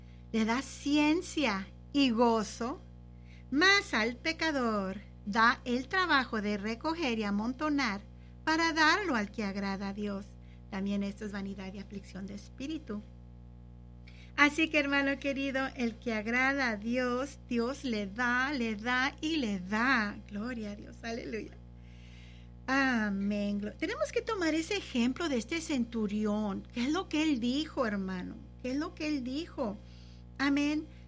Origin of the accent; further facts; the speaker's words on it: Elsa, Texas, United States; yo soy allá de Elsa Ed Couch